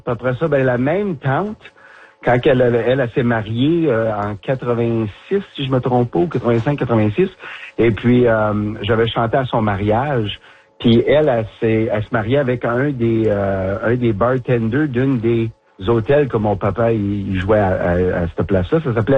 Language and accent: French; Smooth Rock Falls, Ontario, Canada; moved away as an adult; now in Ottawa, Canada; Je suis un petit gars du nord de l'Ontario, moi aussi. Je viens de Smooth Rock Falls, Ontario. Alors, pas trop loin de Sudbury. Et puis, j'ai resté là 21 ans avant de m'en venir dans le bout d'Ottawa. Et puis là, je reste à Ottawa depuis 1997.